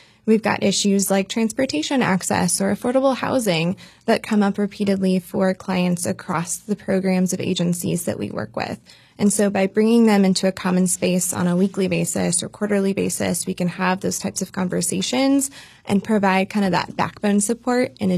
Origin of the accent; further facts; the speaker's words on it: Oklahoma, United States; I'm originally from Oklahoma and getting to pull from my rural knowledge of where I grew up and where my husband grew up.